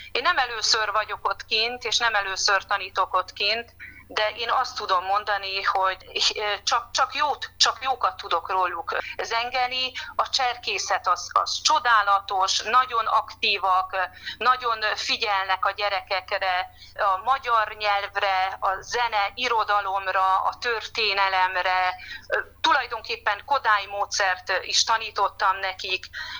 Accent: Kisbacon, Covasna, Romania; moved away; meg hát nyilván Kisbaconban is, hiszen az a szülőfalu, szülőhazám.

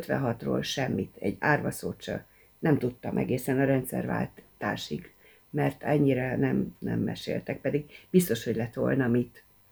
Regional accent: Hungary; mit jelent az, hogy magyarok vagyunk. Mert találkoztam ottani magyarokkal, és szégyen volt, hogy ők mennyivel többet tudtak magyar történelemről, földrajzról, népdalokat, stb.

